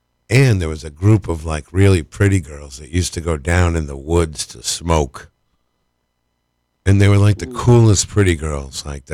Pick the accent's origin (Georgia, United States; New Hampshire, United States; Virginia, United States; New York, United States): New Hampshire, United States; Manchester; Life growing up in Manch.